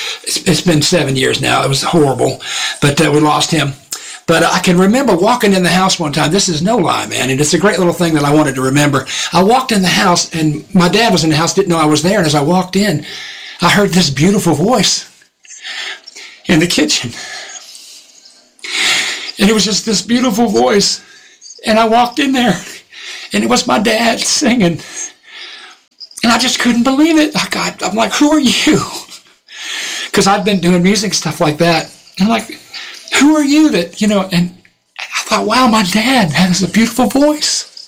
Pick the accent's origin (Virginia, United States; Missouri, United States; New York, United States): Virginia, United States; Portsmouth; born there; We got a lot of people down South, Virginia. I was born in Portsmouth, and got to meet a lot of people down there.